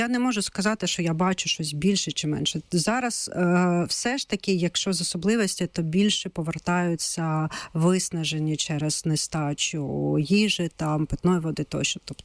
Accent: Luhansk, Luhansk Oblast, Ukraine; Так, дійсно, я сама з Луганська.

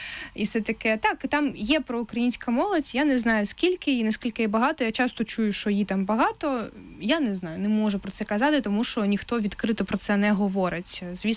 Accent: Crimea, Ukraine; moved away as an adult; Ну, я не росіянка, мені там нема в мені такого, і я приїхала сюди в Україну, і, напевно, коли я приїхала, якась частина мене повернулася до мене. Ну що, все, я тут, якщо все життя я жила в Криму

